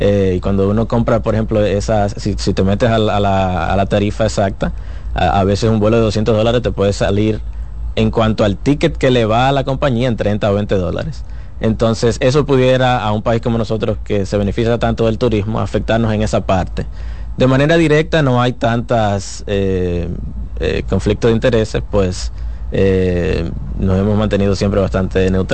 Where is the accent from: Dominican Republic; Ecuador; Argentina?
Dominican Republic; moved away as an adult; also born or lived in United States; now in Pittsburgh, United States; Me crié aquí desde siempre